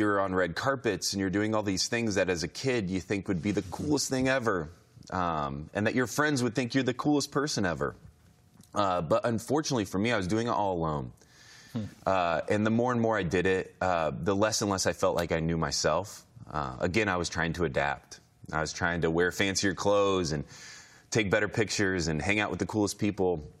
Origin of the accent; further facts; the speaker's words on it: Indiana, United States; I had moved to Denver for my first job. had no friends in Denver. I'm from Indiana originally.